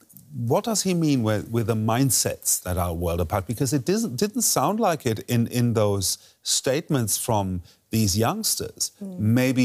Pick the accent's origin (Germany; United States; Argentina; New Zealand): Germany; English is a second language; Because I grew up in West Germany, and up until I was 23, reunification with the East with East Germany was not on the cards